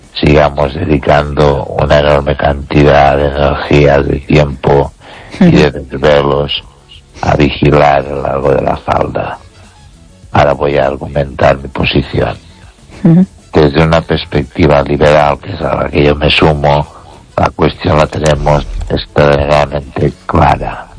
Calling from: Ourense, Galicia, Spain; de Orense.

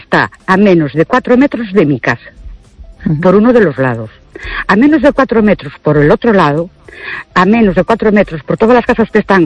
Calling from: Ourense, Galicia, Spain; de Ourense.

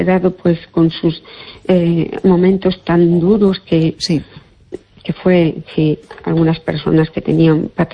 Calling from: Fene, Galicia, Spain; Hola, buenas noches.

